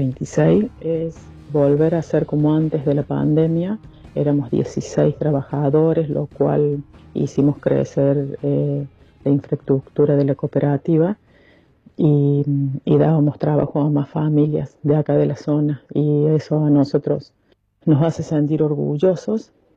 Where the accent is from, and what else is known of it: Argentina